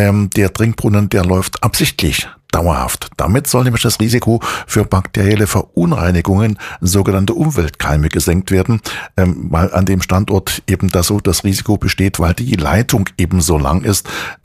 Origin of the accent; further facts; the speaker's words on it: Chemnitz, Saxony, Germany; Wir gucken mal in meine Heimatstadt nach Chemnitz.